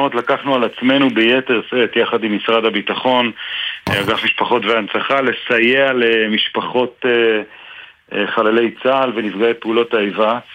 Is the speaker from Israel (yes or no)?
no; Beit El, West Bank, Palestine; אבל אני בן בית אל בילדותי, ואחד מילדי בית אל זה גם בצלאל סמוטריץ', שר האוצר